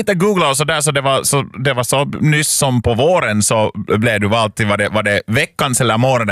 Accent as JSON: {"language": "Swedish", "region": "Uusimaa", "country": "Finland", "tie": "born or raised there", "first_language": "Swedish", "said": "jag inte är vidare finlandssvensk. Jag är svenskspråkig och där slutar det ungefär. Nej, där som jag växte upp i Östra Nyland i en liten by."}